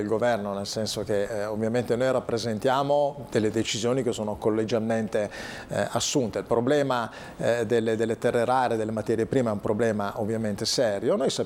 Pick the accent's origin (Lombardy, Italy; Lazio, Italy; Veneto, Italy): Lombardy, Italy; Como; Vi dico che da Comasco, ancorché insomma diciamo da legislatore